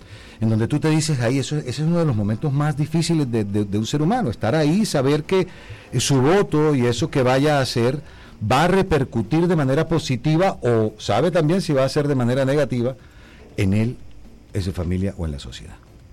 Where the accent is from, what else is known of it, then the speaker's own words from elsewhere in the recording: Barranquilla, Atlántico, Colombia; Yo vengo de la pobreza extrema. Yo nací en un barrio de Barranquilla que se llama el barrio San Roque.